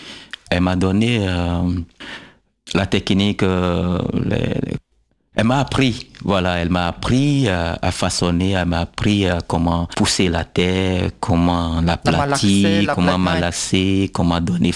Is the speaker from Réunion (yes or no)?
no; Abomey, Zou, Benin; born there; Déjà, tu sais que je suis né à Boumé, la terre d'Aboumé, la latérite, j'avais travaillé la latérite, mais jamais l'argile.